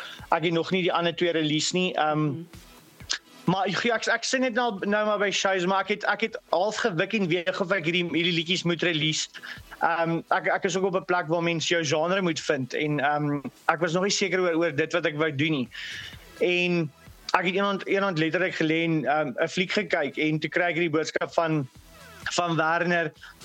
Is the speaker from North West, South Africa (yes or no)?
no; Barberton, Mpumalanga, South Africa; moved away; also born or lived in Meyerton; ek het groot geword in Barberton in daai jare toe die musiek begin het. En ja, maar die wêreld getravel in Meyerton opgeëindig.